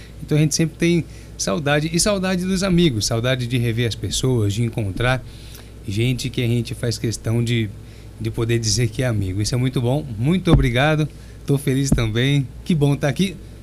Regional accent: Monte Alto, São Paulo, Brazil; nascido e criado em Monte Alto

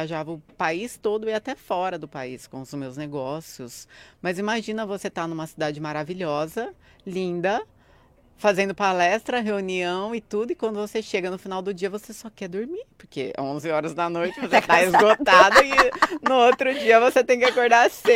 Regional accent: Guaratinguetá, São Paulo, Brazil; born there; eu passei essa Páscoa na chácara do meu pai, que foi onde eu nasci, na cidade de Guaratinguetá.

